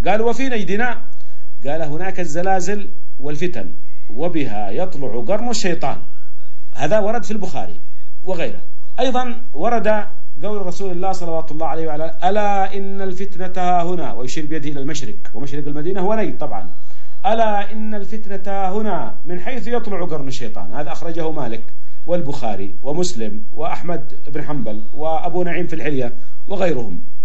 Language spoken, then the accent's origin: Arabic; Syria; هم ينشئونهم عندنا في سوريا عندنا بعيد عن أوطانهم